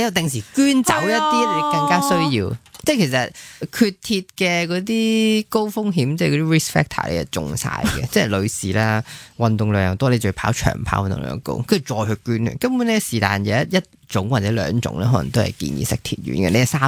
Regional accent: Hong Kong; 因为咧我哋香港人平均嘅钠质嘅摄取咧都系高过世卫标准嘅差唔多一倍。

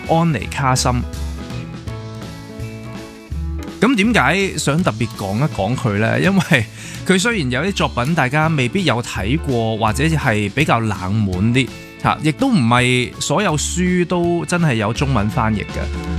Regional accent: Hong Kong; 我哋香港人

